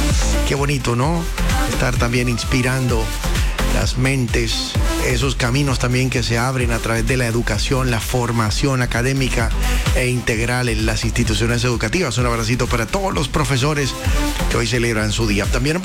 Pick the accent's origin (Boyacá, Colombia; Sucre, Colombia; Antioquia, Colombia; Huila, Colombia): Sucre, Colombia; Corozal; 251 años cumple la Perla de la Sabana para mi tierra querida, Corozal.